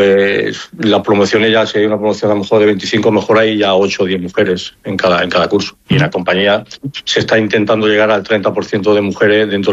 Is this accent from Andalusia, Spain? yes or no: no; Ávila, Castile and León, Spain; accent: Ávila; Yo lo he perdido en abulense un poquito, porque viví en diferentes sitios, tengo el acento se me ha ido pegando, pero cuando llego a Ávila, el lole se me pega un mogollón.